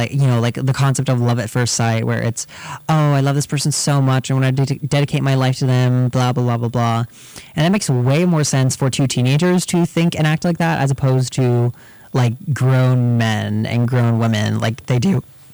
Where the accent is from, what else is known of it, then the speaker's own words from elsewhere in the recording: United States; as an American